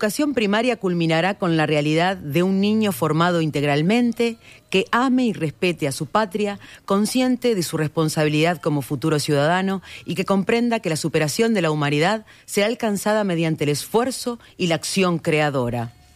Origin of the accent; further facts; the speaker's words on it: Maldonado, Uruguay; mi infancia, una infancia en Maldonado